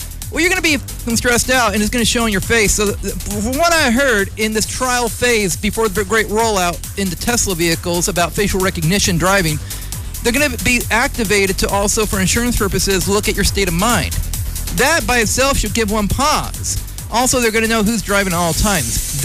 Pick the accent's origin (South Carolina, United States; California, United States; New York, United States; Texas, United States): California, United States; Vallejo; A unique identity as a Californian, Bay Area, and Vallejoan